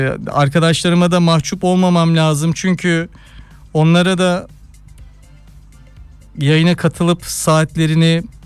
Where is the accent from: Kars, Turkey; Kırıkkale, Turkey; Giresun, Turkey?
Giresun, Turkey; Görele; also born or lived in Eskişehir / Malatya; Ben Giresunluyum, Giresun Göreleliyim bu arada. Çok kalmadık ama babamız memurdu, o yüzden Türkiye'nin her tarafını dolaştık. Eskişehir, Malatya.